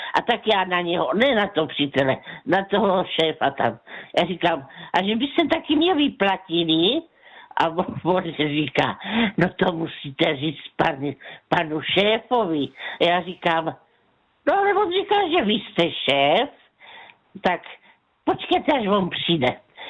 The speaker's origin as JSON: {"language": "Czech", "town": "Tišnov", "region": "South Moravian Region", "country": "Czechia", "said": "tak tam se u nás v Tišnově otvírala nová školka."}